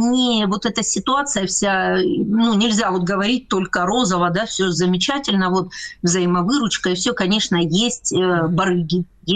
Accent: Donetsk, Donetsk Oblast, Ukraine; moved away; Это я как дончанка

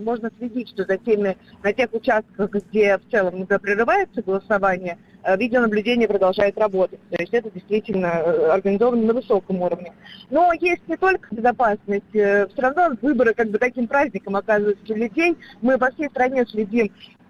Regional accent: Samara Oblast, Russia; я там из Самарской области

